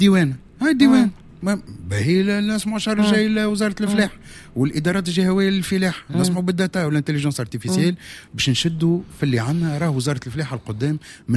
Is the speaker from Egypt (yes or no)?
no; Tunisia; عندنا في تونس